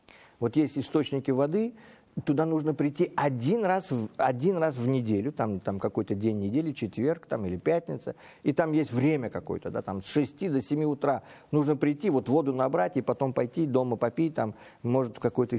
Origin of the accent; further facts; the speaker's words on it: Uzbekistan; Вот, например, вот там, откуда я родом, да, есть одно место такое, вы знаете, большая пещера, она между городами находится.